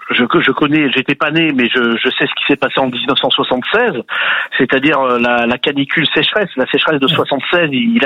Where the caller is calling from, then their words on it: Paris, Île-de-France, France; Alors, je suis à Paris